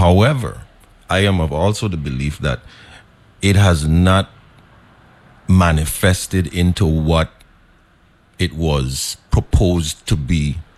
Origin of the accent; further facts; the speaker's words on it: St. Croix, U.S. Virgin Islands; born there; also born or lived in St. John; And I grew up in Peter's Rest. Right next to Divine Funeral Home is my grandparents' house. I grew up there. I went to Lumuckle School.